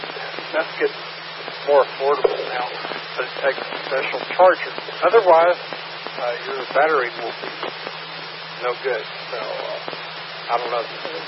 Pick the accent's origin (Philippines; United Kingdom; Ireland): Ireland; I am Irish.